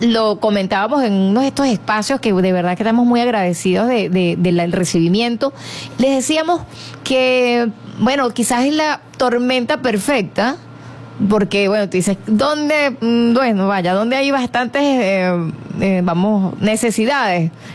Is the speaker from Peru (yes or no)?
no; Ciudad Bolívar, Bolívar, Venezuela; born there; now in Barquisimeto, Venezuela; yo soy del estado Bolívar, nací en Ciudad Bolívar